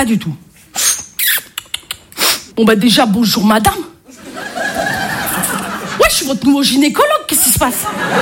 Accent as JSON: {"language": "French", "town": "Marseille", "region": "Provence-Alpes-Côte d'Azur", "country": "France", "accent": "Marseille", "said": "Ah, je m'y connais en accent. Hein, je suis marseillaise."}